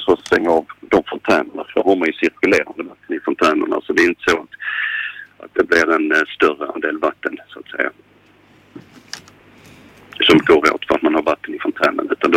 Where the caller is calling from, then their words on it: Sweden; Men inte här hemma i Sverige